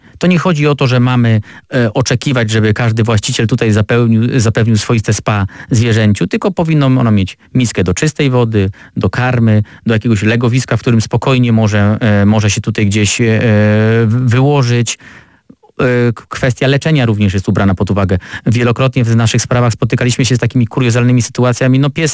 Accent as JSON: {"language": "Polish", "region": "Opole Voivodeship", "country": "Poland", "said": "u nas na Opolszczyźnie"}